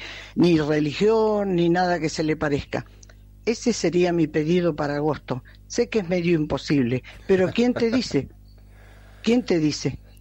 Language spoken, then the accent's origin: Spanish; Argentina; Esa es mi humilde opinión como argentina.